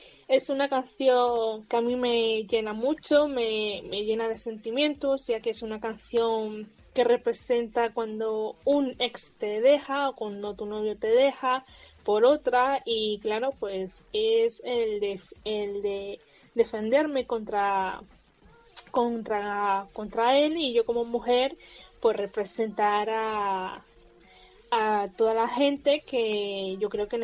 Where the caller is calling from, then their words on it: Almería, Andalusia, Spain; tengo 23 años de edad, soy cantante de Almería